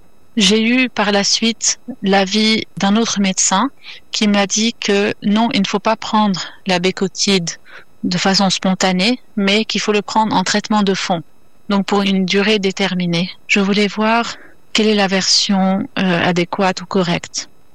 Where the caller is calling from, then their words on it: Lebanon; j'ai 39 ans et je vis au Liban.